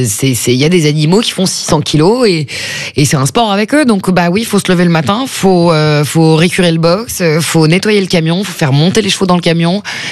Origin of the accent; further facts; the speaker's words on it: Le Chesnay, Île-de-France, France; now in Paris, France; C'est là où je vous dis que la vie au Chesnay, c'est pas la même qu'une vie parisienne, même si on n'est pas très loin.